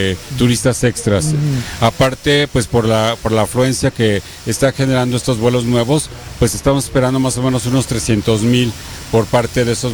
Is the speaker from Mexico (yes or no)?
yes; Puebla, Mexico; nosotros como poblanos